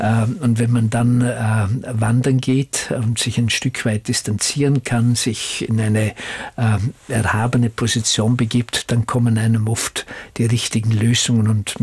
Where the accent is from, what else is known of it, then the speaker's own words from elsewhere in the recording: Vorarlberg, Austria; Als Vorarlberger